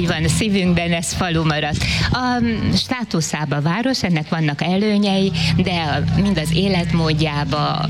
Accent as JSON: {"language": "Hungarian", "country": "Hungary", "tie": "born or raised there", "said": "Hát én itt születtem, majdnem a szigetbe, de azt megúsztam, és azóta is itt élek, ide jöttem vissza dolgozni"}